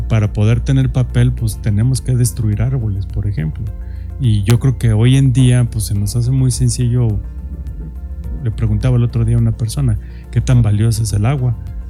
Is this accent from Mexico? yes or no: yes; San Luis Potosí, Mexico; nosotros como mexicanos, o incluso a lo mejor hasta como potosinos.